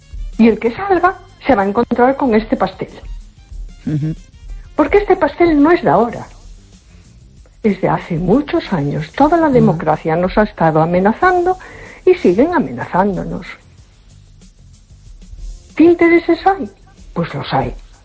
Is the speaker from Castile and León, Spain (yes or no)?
no; A Coruña, Galicia, Spain